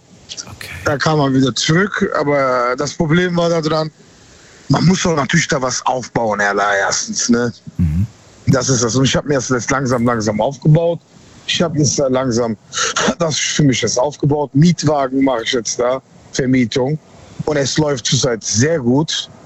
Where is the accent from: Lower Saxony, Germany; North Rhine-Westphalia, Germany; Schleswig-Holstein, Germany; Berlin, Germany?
North Rhine-Westphalia, Germany; Cologne; Ja, aus Köln.